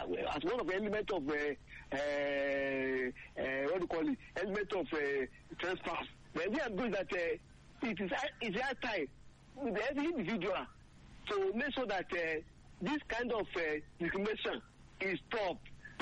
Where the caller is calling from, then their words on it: Ibadan, Oyo, Nigeria; I am calling from Ibadan, Oyo State.